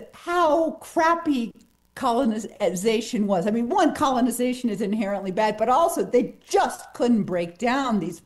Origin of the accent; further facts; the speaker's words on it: United States; It was so interesting because I grew up in Washington, and I was at a funeral at Arlington Cemetery on January 6th